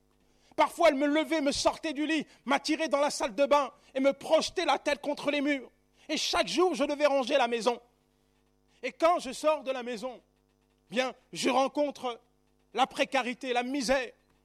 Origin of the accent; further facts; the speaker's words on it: La Courneuve, Île-de-France, France; j'ai grandi à la Courneuve.